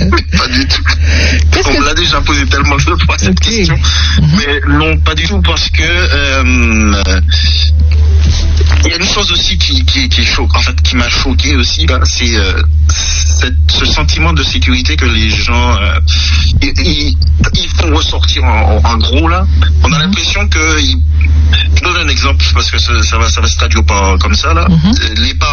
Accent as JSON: {"language": "French", "country": "Martinique", "moved": "as an adult", "lives_now": "Quebec City, Canada", "said": "j'ai gardé mes habitudes de la Martinique."}